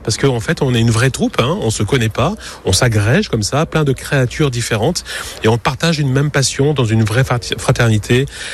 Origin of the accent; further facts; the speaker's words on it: Lyon, Auvergne-Rhône-Alpes, France; now in Reims, France; Oui bonjour, effectivement moi je viens de Lyon. Ce qui a fait que je suis ici à Reims